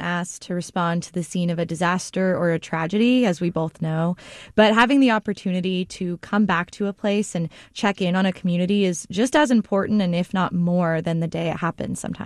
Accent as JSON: {"language": "English", "town": "Santa Rosa", "region": "California", "country": "United States", "said": "I'm from Santa Rosa, California, and I lived through the Tubbs Fire in 2017, as well as the Kincade Fire in 2019."}